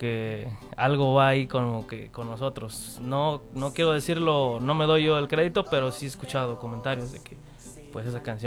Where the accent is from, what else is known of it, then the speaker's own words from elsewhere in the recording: State of Mexico, Mexico; Nosotros somos originarios del Estado de México